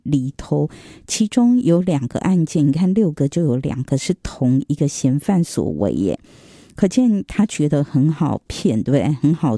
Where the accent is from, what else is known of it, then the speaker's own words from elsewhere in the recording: Taiwan; 我觉得我们台湾人还是心地善良的居多